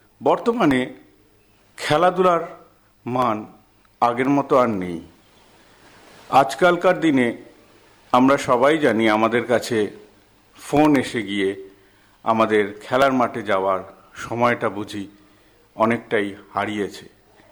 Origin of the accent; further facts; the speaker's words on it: Howrah district, West Bengal, India; হাওড়া জেলার নলপুর পঞ্চায়েতের অধীন দাঁতপুর গ্রামের বাসিন্দা। ছোটবেলা থেকেই এই গ্রামেই আমার বেড়ে ওঠা, স্কুল কলেজ সব এখান থেকেই, কিন্তু আমার কলেজটি ছিল একটু দূরে